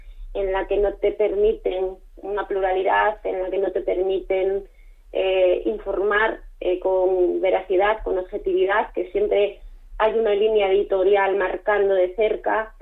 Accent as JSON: {"language": "Spanish", "region": "Asturias", "country": "Spain", "said": "Que yo soy asturiana, el clima está muy bien en verano porque dormimos por la noche."}